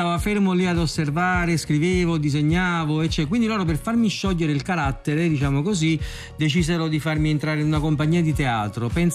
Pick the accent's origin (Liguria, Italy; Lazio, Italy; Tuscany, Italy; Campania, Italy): Campania, Italy; Naples; Ma io sono del Rione Sanità, e quindi vengo da una Rione molto tradizionale.